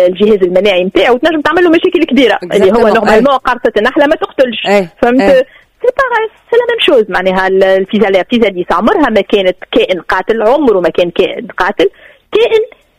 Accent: Tunisia; accent: Tunisian; بلهجتنا التونسية

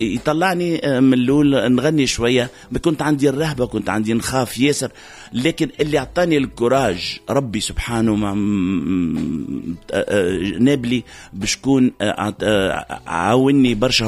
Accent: Tunis, Tunis Governorate, Tunisia; تربيت كل عشنا في بلاجون دارك في كمال التاتيوخ، سكنت كمال التاتيوخ، قريت رود ليلين في البريمير ومن بعد باب الخضره في السكوندير

